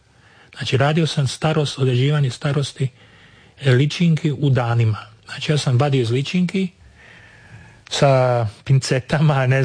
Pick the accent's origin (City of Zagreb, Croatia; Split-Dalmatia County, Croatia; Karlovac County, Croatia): Split-Dalmatia County, Croatia; Split; cijena, recimo, sipe je posve drugačija za razliku od cijene kod nas u Splitu.